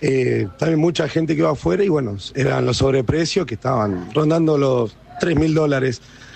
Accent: Misiones, Argentina; Sí, venimos con Araceli, somos de Misiones, Argentina, bueno, una de las siete maravillas.

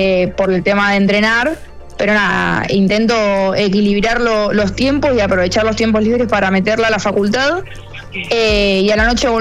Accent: Mendoza, Argentina; now in Buenos Aires, Argentina; mi casa, donde yo nací

